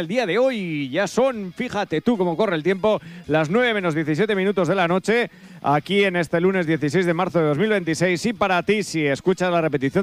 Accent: Lerín, Navarre, Spain; soy de Lerín

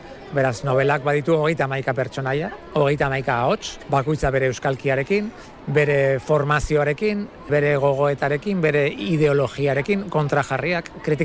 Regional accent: San Sebastián, Basque Country, Spain; born there; also born or lived in Lasarte; Donostiarra naiz izatez, Lasarten jaioa, baina Donostian dara matzatu 30 urte baino gehiago.

